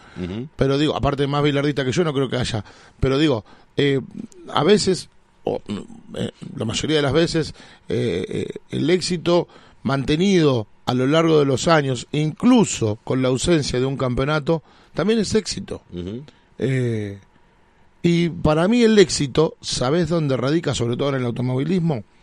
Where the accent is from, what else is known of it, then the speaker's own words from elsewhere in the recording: Venado Tuerto, Santa Fe, Argentina; soy de Venado Tuerto, donde son los Iraola, Grupo, Corben, Foton.